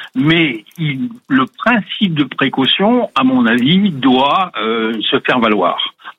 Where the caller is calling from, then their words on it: Annecy, Auvergne-Rhône-Alpes, France; Je vous appelle du bord de l'Ec d'Annecy